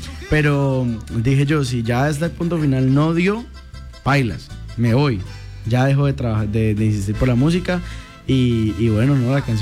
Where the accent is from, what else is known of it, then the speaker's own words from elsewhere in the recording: Caquetá, Colombia; venimos ya aquí del Caquetá, como te digo, ya son 2 añitos luchando por ese sueño de la música popular. Y bueno, no, a seguir trabajando, dejar el nombre del Caquetá siempre en alto.